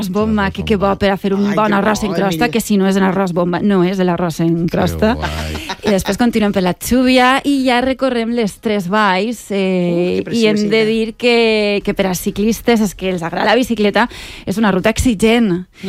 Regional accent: Alcoy, Valencian Community, Spain; Jo com a alcoiana

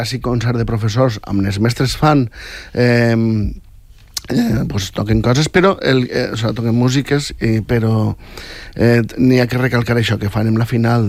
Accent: Vila-real, Valencian Community, Spain; I, bueno, en Alzira, igual que el meu poble, Villarreal, és un poble molt gran

